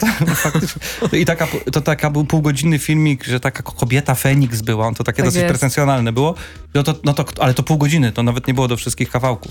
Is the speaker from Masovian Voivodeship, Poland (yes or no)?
yes; Warsaw, Masovian Voivodeship, Poland; Ja jestem z Ursynowa. I wokół mnie to wszystko się działo. Jestem na tyle stary, że pamiętam początki polskiego rapu, ponieważ jestem rocznik 86 z Ursynowa